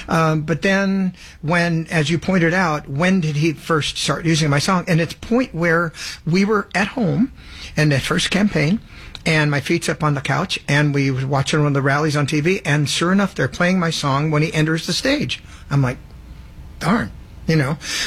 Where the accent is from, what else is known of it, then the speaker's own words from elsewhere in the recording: Sacramento, California, United States; also born or lived in Los Angeles; I'm from California, born